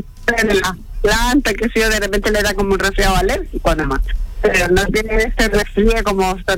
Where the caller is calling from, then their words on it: Tomé, Biobío, Chile